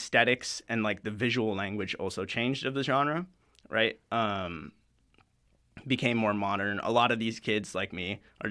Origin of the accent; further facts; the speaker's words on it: Surrey, British Columbia, Canada; I'm from Surrey, British Columbia.